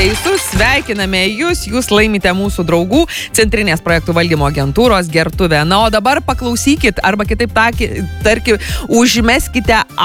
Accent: Druskininkai, Alytus County, Lithuania; Aš labai džiaugiuosi, kad esu kilusi iš Druskininkų.

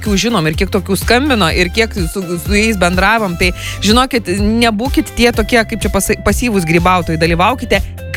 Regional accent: Dzūkija, Lithuania; Tai žinok, aš būčiau ta dzūkų merga, kur būčiau nuoga.

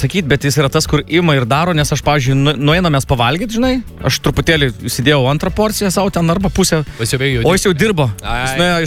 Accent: Raseiniai, Kaunas County, Lithuania; aš iš Raseniškis esu

